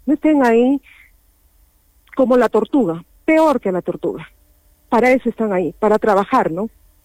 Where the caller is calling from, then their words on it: Arequipa, Peru; yo soy de Alto Selva Alegre.